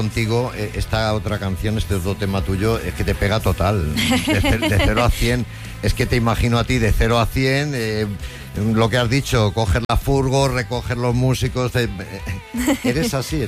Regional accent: Spain

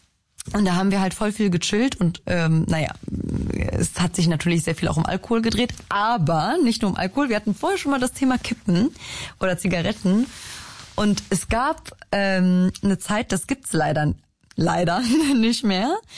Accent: Germany; born there; now in Berlin, Germany

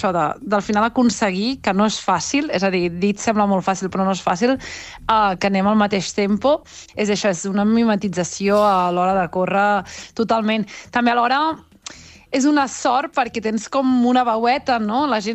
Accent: Vilassar de Mar, Catalonia, Spain; jo visc, que soc de Vilassar de Mar

